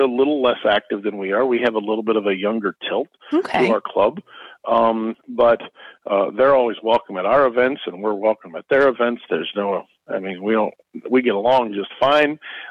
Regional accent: Mascoutah, Illinois, United States; So Muskoden is my hometown. I moved all the way to Shiloh, 10 miles away, when I got married and graduated from college. In 2006, I came back to Muskoden for work

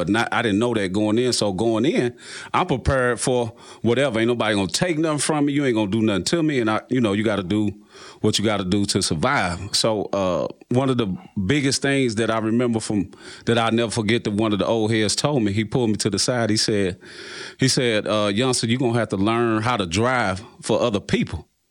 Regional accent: St. Louis, Missouri, United States

